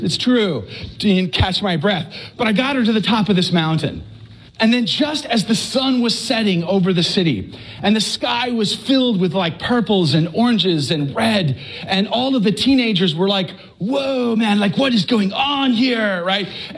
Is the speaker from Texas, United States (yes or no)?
yes; Texas, United States; I'm from Texas.